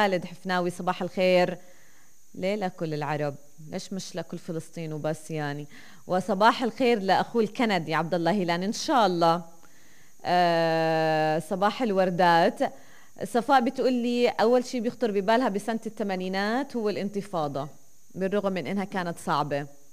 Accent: Palestine; احنا من فلسطين

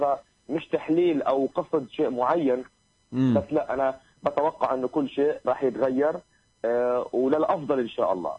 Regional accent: Palestine; إحنا كفلسطينيين

